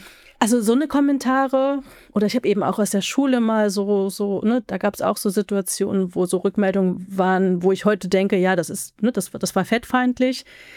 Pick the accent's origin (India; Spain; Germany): Germany; Halle, Saxony-Anhalt